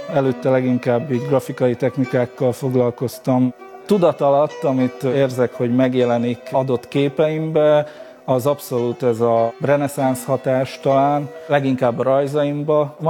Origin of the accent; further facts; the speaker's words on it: Kisnamény, Szabolcs-Szatmár-Bereg, Hungary; rgyarmaton születtem, Kisnaményban nőttem fel, a szomszéd faluban Jánkmajtisra jártam iskolába, általános iskolába.